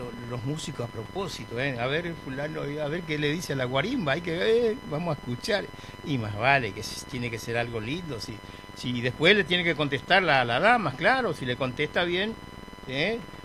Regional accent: Presidencia de la Plaza, Chaco, Argentina; moved away; Presidencia de la Plaza, mi pueblo

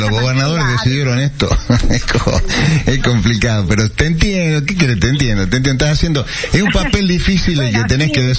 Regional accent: Salta, Argentina; Más importante somos los salteños

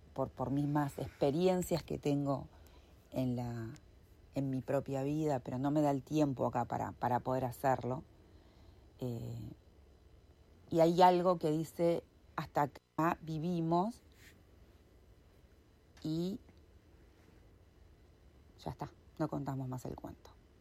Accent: Montevideo, Uruguay; moved away as an adult; now in La Paloma, Uruguay; Ustedes saben que soy de Montevideo, soy de la ciudad, y quería salir de la ciudad

